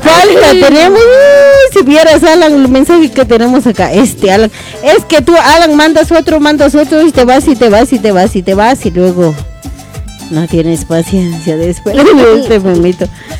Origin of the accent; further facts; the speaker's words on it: Guatemala; nosotros somos de Guatemala